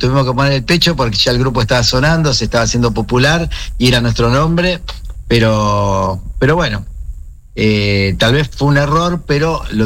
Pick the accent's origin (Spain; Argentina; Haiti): Argentina; por qué nos llamamos rancheros siendo argentinos